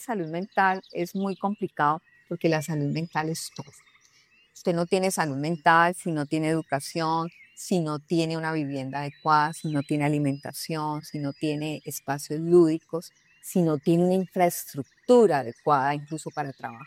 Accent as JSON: {"language": "Spanish", "country": "Colombia", "said": "nosotros, digamos como colombianos, como pueblo que somos, también tenemos una capacidad de resiliencia muy grande."}